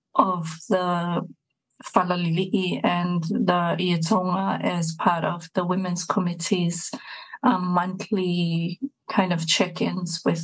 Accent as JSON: {"language": "English", "country": "Samoa", "said": "Samoans that we just do it. So it was never a question in my mind that even though my children are growing up outside of Samoa, they have their fine mats"}